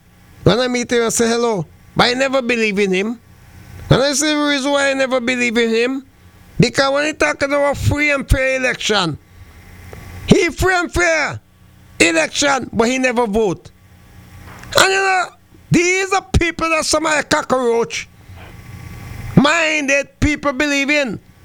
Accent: St. Vincent & Grenadines; now in Antigua and Barbuda; my mother sent for us from my hometown, St. Vincent de Grenadines, to join her over here in Antigua and Barbuda.

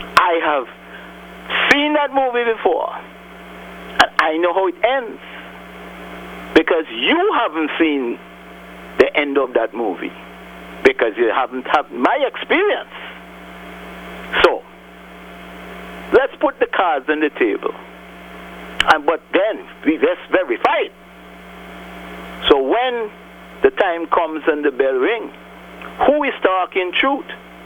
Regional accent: Blake's Estate, Montserrat; born there; I was born on Blake's estate, which is the closest estate to Delaps and Maurice Sluby and Fries.

